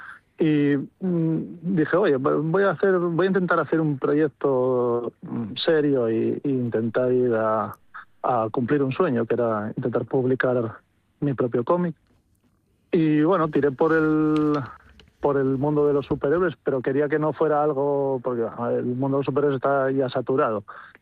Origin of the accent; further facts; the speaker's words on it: Mieres, Asturias, Spain; yo que soy de Mieres, pues más asturiano que un minero de Mieres, pocas cosas hay.